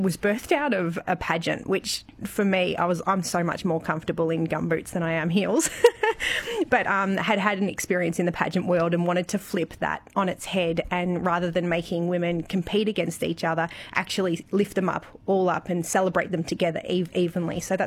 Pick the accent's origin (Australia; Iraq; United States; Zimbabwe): Australia; Victoria; Well, I grew up here in Gippsland and then, like most country kids, couldn't wait to explore the world and see all the big stories.